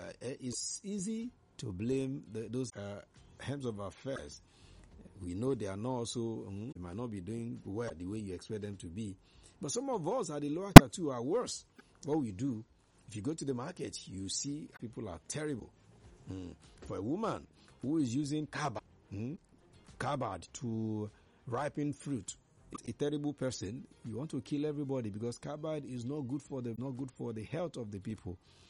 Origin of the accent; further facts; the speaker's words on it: South West, Nigeria; born there; I was born in the Southwest. I don't want to serve in the Southwest. I want to go to the North.